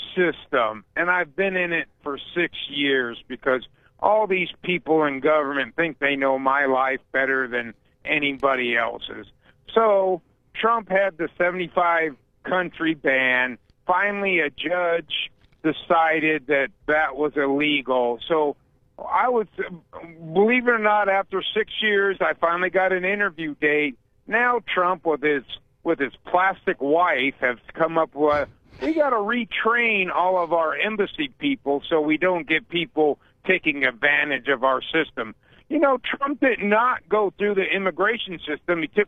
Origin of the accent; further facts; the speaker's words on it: United States; No, I'm American. I'm sponsoring a foreigner.